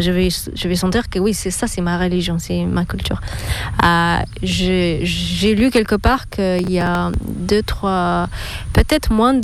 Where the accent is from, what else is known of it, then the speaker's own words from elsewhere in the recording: Ethiopia; now in Auroville, India; moi, je suis d'Éthiopie et pas de la Kenya ou le Togo